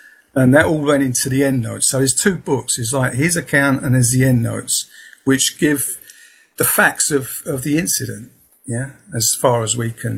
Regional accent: London, United Kingdom; born or raised there; accent: southeast London

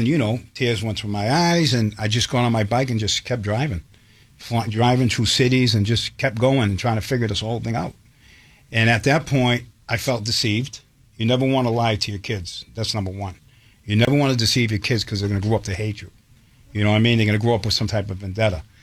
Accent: Revere, Massachusetts, United States; also born or lived in Boston / East Boston / North End; I was born in Boston, grew up in Revere. Lived in East Boston and lived in the North End. I had the benefits of three cities.

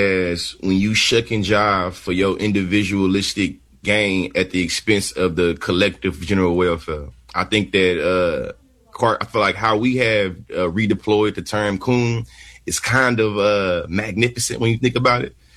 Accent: the South, United States

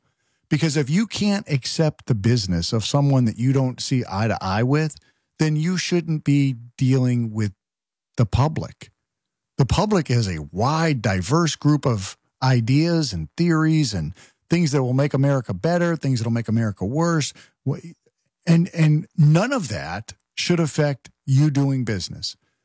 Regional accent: Connecticut, United States; that's not too far from where I was born and raised in Connecticut, the commie corridor.

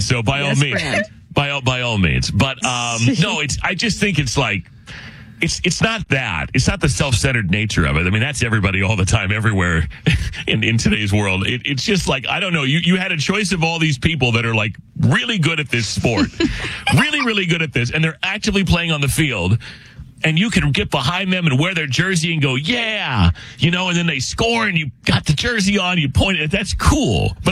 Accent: Arizona, United States; now in Chicago, United States; I didn't grow up in Illinois. I grew up in Arizona, spring training. We didn't have a baseball team.

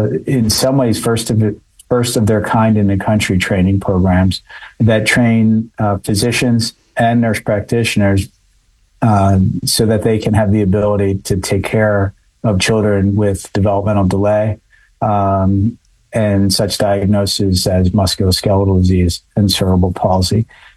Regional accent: Philadelphia, Pennsylvania, United States; my hometown, Philadelphia, shout out to Philly.

